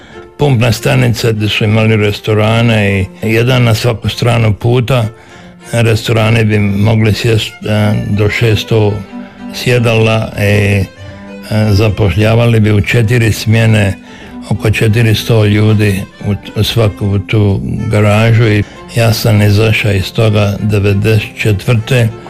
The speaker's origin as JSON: {"language": "Croatian", "town": "Trogir", "region": "Split-Dalmatia County", "country": "Croatia", "tie": "born or raised there", "moved": "as an adult", "lives_now": "New Zealand", "said": "I meni bi se rugali u Trogir kad sam bio onom momčić. Oni bi rekli, mi od težaka, di ćeš? A ja govorim, ja ću naći moj put. I sad nema me ovdje, možda zadnji put, da vidim moj rodni kraj."}